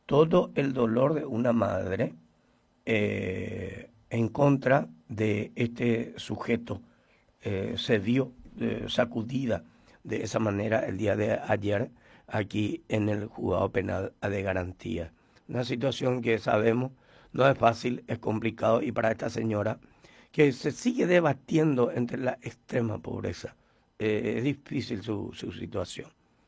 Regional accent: Paraguay; soy de Paraguay, somos paraguayos

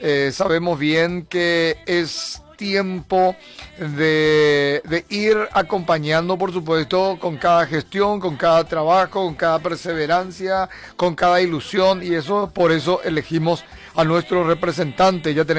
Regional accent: Carapeguá, Paraguarí, Paraguay; La lista 1, a más allá de la familia, todos somos de Carapeguá

